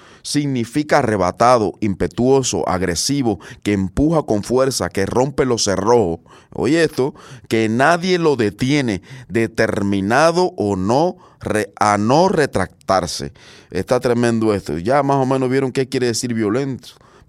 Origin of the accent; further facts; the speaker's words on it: Cuba; moved away; en Cuba, de donde vengo